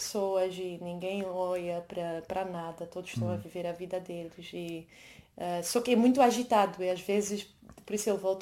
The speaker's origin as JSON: {"language": "Portuguese", "country": "Mozambique", "accent": "Mozambican", "said": "Eu acho que como eu tenho essa mistura de sotaque moçambicano, e eu não. O meu português é longe de ser perfeito, né?"}